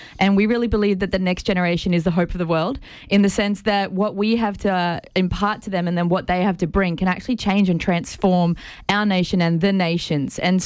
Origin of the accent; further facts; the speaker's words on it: Townsville, Queensland, Australia; But I come from Townsville.